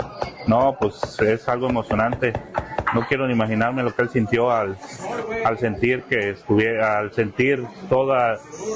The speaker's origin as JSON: {"language": "Spanish", "town": "Yanga", "region": "Veracruz", "country": "Mexico", "tie": "born or raised there", "also_born_or_lived": "Tabasco", "said": "yo soy nacido en Tabasco, pero criado en Veracruz. Okay. Pero somos de Palmillas, Yanga, Veracruz."}